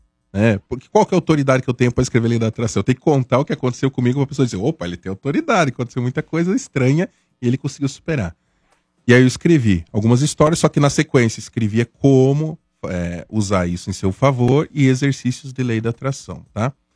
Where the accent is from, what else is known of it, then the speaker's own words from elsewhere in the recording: Santa Catarina, Brazil; eu sou de Santa Catarina, né?